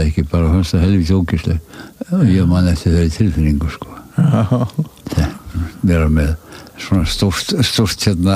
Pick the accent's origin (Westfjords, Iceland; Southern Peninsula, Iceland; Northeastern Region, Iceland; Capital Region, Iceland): Northeastern Region, Iceland; born there; þá gerist það nú á bóndabæ fyrir norðan Melrakkasléttu fættist þar